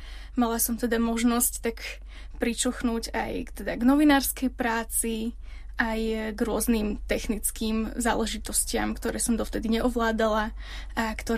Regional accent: Bratislava, Bratislava Region, Slovakia; Tak pochádzam z Bratislavy. Tam som aj študovala bakalára aj magistra v odbore prekladateľstvo a tlmočníctvo. A momentálne som doktorantka v odbore talianska lingvistika.

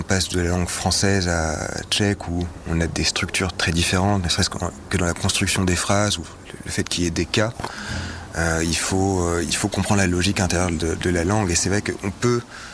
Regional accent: Bordeaux, Nouvelle-Aquitaine, France; la première fois que j'ai eu un cours de tchèque, c'était dans ma ville natale à Bordeaux.

